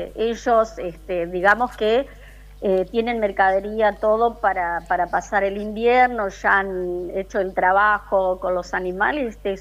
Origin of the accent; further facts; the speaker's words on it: Gualeguaychú, Entre Ríos, Argentina; born there; now in Chubut, Argentina; Yo soy entrerriana, de Gualeguaychú, hace muchos años que vivo acá, grande, en la Patagonia.